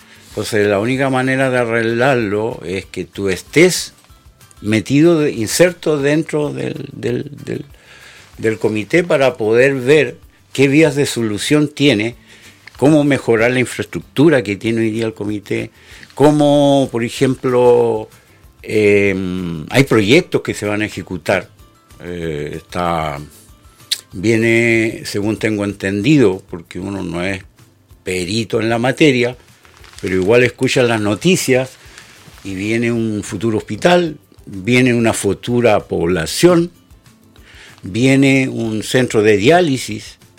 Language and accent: Spanish; Puerto Montt, Los Lagos, Chile; Puerto Montt, por ejemplo, yo originariamente vine desde Puerto Montt, y Puerto Montt, igual cuando yo vivía allá, no era tan grande, tenía 100.000 habitantes.